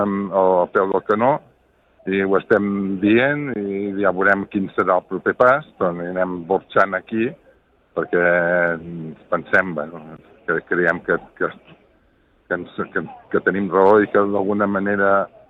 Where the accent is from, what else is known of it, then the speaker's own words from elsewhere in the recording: Catalonia, Spain; que era el responsable de la vinya i sóc del Penedès i bàsicament tinc vinyes